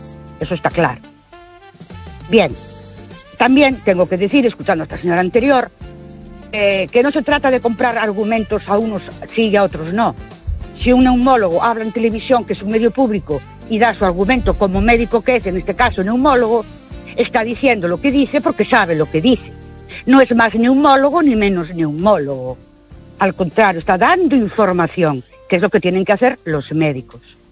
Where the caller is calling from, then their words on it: Ourense, Galicia, Spain; de Ourense.